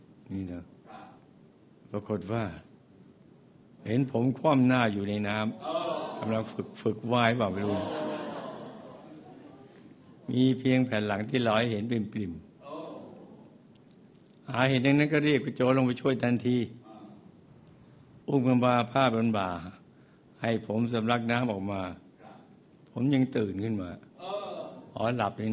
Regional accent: Chachoengsao, Thailand; born there; ยกำเนิดเกิดที่สวนมะม่วงริมแม่น้ำบางปะกงครอบครัวผมเป็นคนจีนนี่พูดได้เลยจ๋อจ๋อจ๋อเจี๊ยเจี๊ยแล้วก็จี๊จี๊จี๊ปู่ย่าปลูกมะม่วงขายผมเป็นลูกคนที่4ในพี่น้อง5คนที่เติบโตมาด้วยกัน

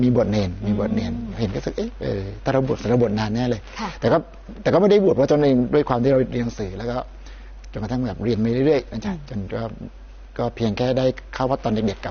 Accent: Pattani, Thailand; ตัวพระอาจารย์เองพี่เองก็เป็นคนจังหวัดปัตตานีโดยกำเนิดนะจ๊ะเกิดที่ปัตตานีเลยก็ต้องบอกว่าถ้าปัตตานีเองเนี่ยเราก็ทราบว่าเป็นจังหวัดที่ชาวพุทธมีน้อยแต่ยังว่าเป็นความที่น่าจะเป็นบุญของเราเองเราก็เกิดในครอบครัวชาวพุทธนั่นแหละ

